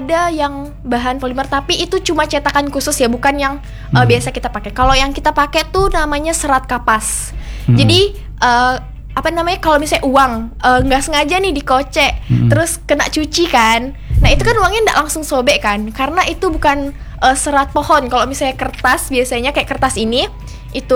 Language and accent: Indonesian; Sintang, West Kalimantan, Indonesia; Saya sebenarnya bukan dari Ponti juga, saya dari Sintang.